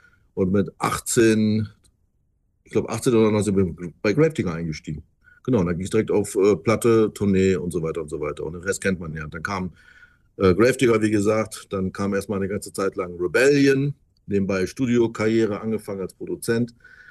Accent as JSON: {"language": "German", "town": "Osnabrück", "region": "Lower Saxony", "country": "Germany", "moved": "yes", "lives_now": "Frankfurt, Germany", "said": "Ich komme zum Glück aus Osnabrück."}